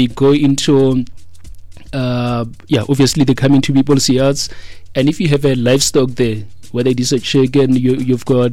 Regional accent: North West, South Africa; growing up in the Northwest, where I stay, Thandabantu, we see monkeys a lot in our area.

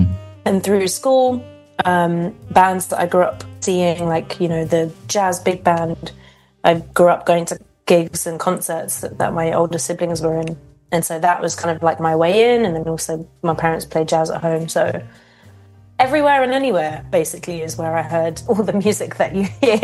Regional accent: London, United Kingdom; I grew up in Camden Town, which was quite an eclectic place.

